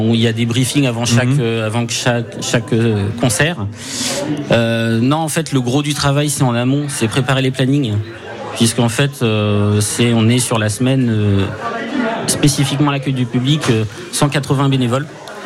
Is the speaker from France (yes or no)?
yes; Coutances, Normandy, France; je suis coutancé. Je suis né à Coutances